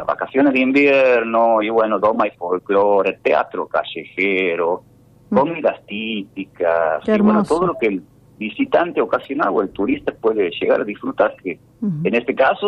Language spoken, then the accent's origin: Spanish; Santiago del Estero, Argentina; de donde yo soy, de Santiago del Estero